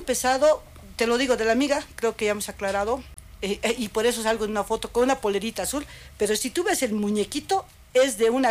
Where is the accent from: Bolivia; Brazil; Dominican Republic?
Bolivia; El Alto, La Paz; vengo de Villa Dolores